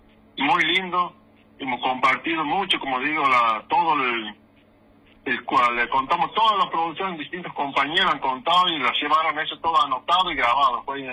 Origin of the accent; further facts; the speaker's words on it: Santiago del Estero, Argentina; yo tengo 40 años, y vivo aquí en Pampato, en mi tierra natal, y nacido, mi criado